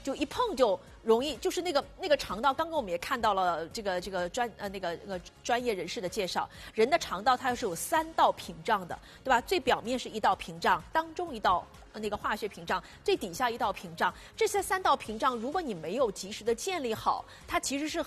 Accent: Jiangxi, China; 因为我们是江西人

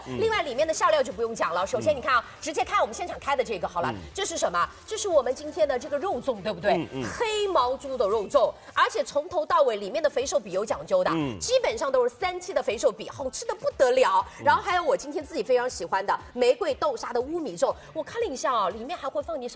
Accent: Jiangxi, China; 我是江西人，

